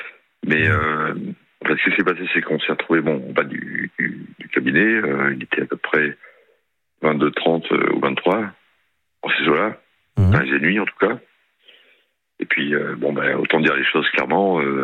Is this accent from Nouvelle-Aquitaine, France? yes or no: yes; Pau, Nouvelle-Aquitaine, France; Sachant que moi je suis de Pau et elle...